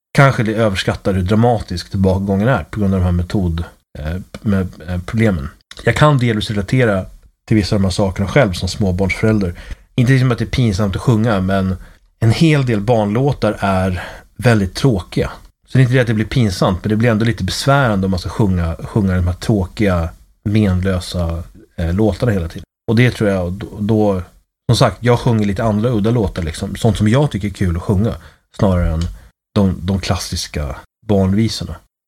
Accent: Sweden; Det är inte helt lätt att relatera till som svensk då

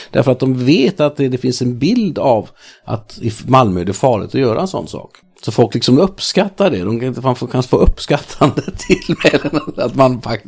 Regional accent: Paris, Île-de-France, France; Jag kommer från Paris. Jag var i Paris förra veckan.

